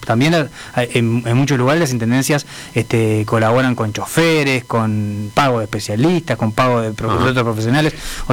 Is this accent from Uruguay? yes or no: yes; Salto, Uruguay; yo soy salteño